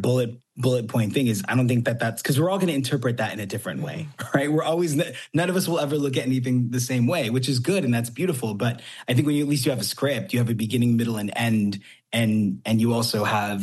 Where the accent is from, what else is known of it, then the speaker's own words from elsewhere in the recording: Houston, Texas, United States; I think growing up in Houston, something that I saw was a lot of people would be religious